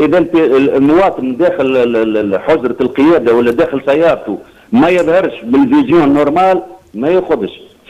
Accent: Tunisia; عندنا في تونس

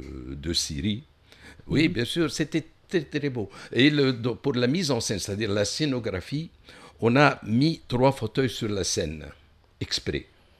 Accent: Tunisia; Donc lui il est français, italienne et moi en tant que tunisien.

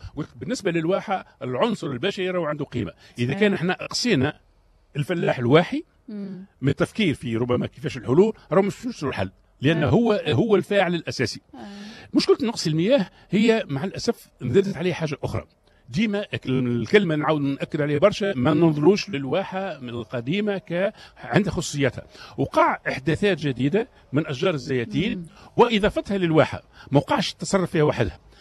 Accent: Tunisia; وإحنا عندنا في تونس

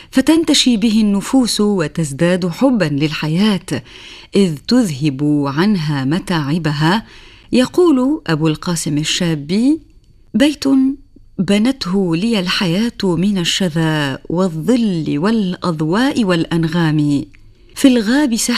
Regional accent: Tunisia

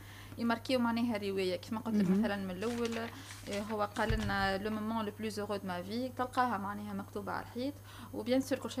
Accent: Tunisia

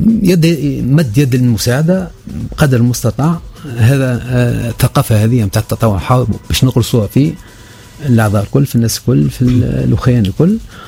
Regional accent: Tunisia; المشكلة الأساسية عندنا في تونس

